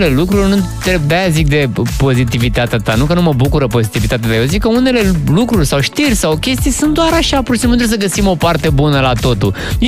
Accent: Romania; suntem români, ne naștem cu el, ne naștem în stres financiar.

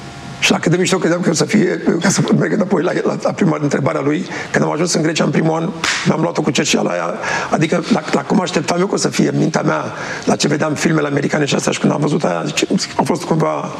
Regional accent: Romania; now in United States; eu sunt cetățean american, dar am voie, când e ziua națională a mea, să fiu mândru că sunt român și să pun steagul meu

